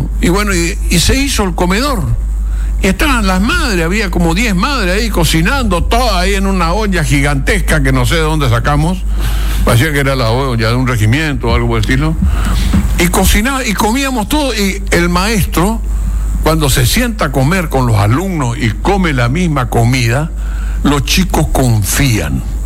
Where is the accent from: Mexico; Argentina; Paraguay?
Argentina; La Plata, Buenos Aires Province; Yo vengo de Buenos Aires, de la Plata, imagínese.